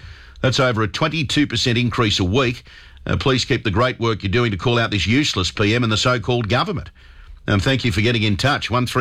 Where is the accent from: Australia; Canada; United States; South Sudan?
Australia; I'm Australian. I was born here.